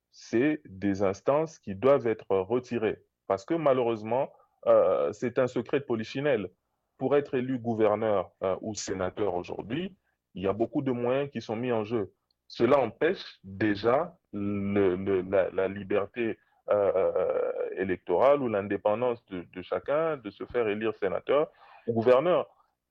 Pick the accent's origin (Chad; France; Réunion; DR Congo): DR Congo; Pour moi, en tant que Congolais, je ne peux pas dire au peuple que ceux qui sont là continuent ou ne continuent pas.